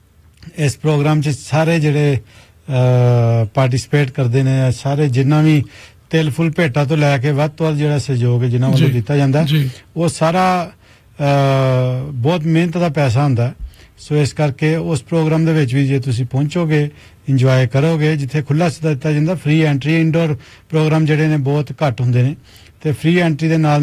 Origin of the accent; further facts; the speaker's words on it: Amritsar, Punjab, India; ਜਿੱਦਾਂ ਤੁਸੀਂ ਵੀ ਅੰਮ੍ਰਿਤਸਰ ਸ਼ਹਿਰ ਚ ਮੈਂ ਵੀ ਸ਼ਹਿਰ ਚ ਜੰਮਿਆ ਪਲਿਆ